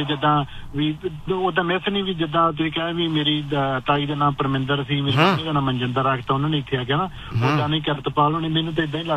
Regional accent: Faridkot, Punjab, India; ਹਾਂਜੀ ਹਾਂਜੀ ਬਾਈ ਮੈਂ ਵੀ ਫਰੀਦਕੋਟ ਤੋਂ ਹਾਂ ਬਾਈ

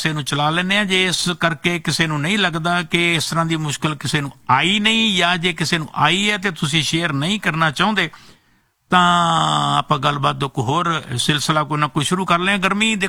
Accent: Amritsar, Punjab, India; moved away; ਮੈਂ ਵੀ ਅੰਮ੍ਰਿਤਸਰ ਦਾ ਰਹਿਣ ਵਾਲਾ

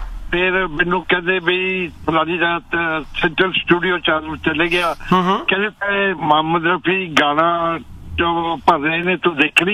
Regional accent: Ludhiana, Punjab, India; also born or lived in Mumbai; ਬੰਬੇ ਲੁਧਿਆਣਾ ਮੇਰਾ ਸ਼ਹਿਰ ਹੈ ਤੇ ਮੈਂ ਬੰਬੇ ਜ਼ਿੰਦਗੀ ਕੱਢੀ ਹੈ।

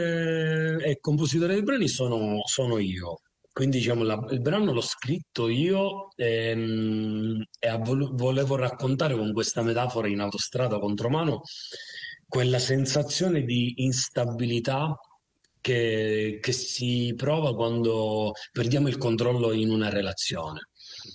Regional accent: Priolo Gargallo, Sicily, Italy; Allora, io sono in un paesino, nel mio paesino che si chiama Priolo ed è in provincia di Siracusa, quindi sul versante ionico della Sicilia sudorientale.

